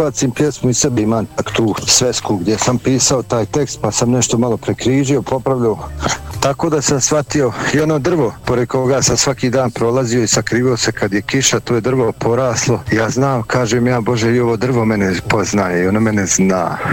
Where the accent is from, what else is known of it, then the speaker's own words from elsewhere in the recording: Bosnia & Herzegovina; Ja sam bio Bosanac